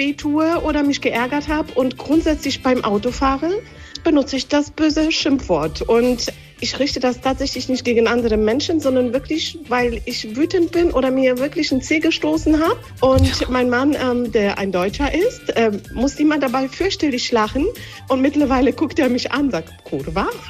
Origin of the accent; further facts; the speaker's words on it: Poland; now in Koblenz, Germany; Ich komme nämlich gebürtig aus Polen